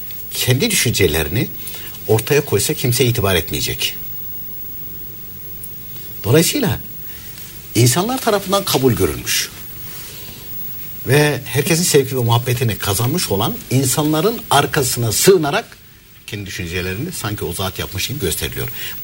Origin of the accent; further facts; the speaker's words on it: Konya, Turkey; Ben de Konyalıyım.